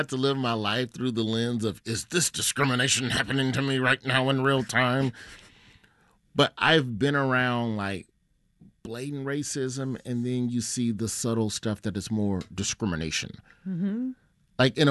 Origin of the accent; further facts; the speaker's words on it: Birmingham, Alabama, United States; You know, I went to school literally on every side of town in Birmingham over the course of my matriculation, even the white side of town.